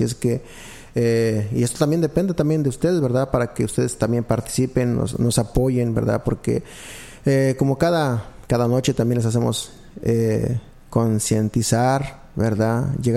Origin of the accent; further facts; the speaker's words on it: Puebla, Mexico; moved away; Yo soy de Puebla y estoy a 5 minutos del centro de convenciones de allá de Puebla.